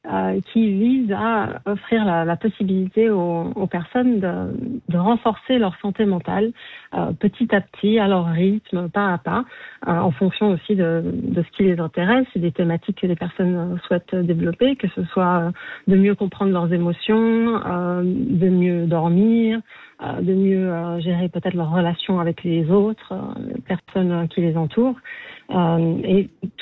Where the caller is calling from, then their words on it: Carouge, Geneva, Switzerland; De Carouge.